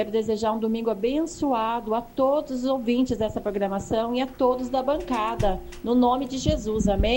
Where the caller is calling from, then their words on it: Limeira, São Paulo, Brazil; sou aqui de Limeira.